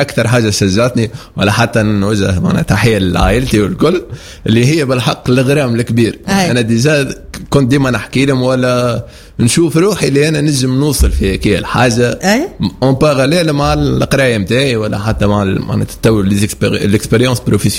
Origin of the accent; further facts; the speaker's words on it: Sakiet Ezzit, Sfax Governorate, Tunisia; مع جماعتي سقيت الزيد وهي حومتي